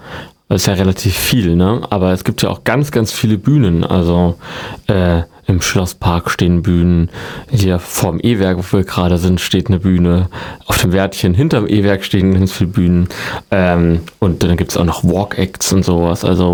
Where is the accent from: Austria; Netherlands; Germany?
Germany; Reichensachsen, Hesse; also born or lived in Witzenhausen; Ich komme aus Reichensachsen. Bin in Reichensachsen groß geworden, genau. Geboren aber in Witzenhausen.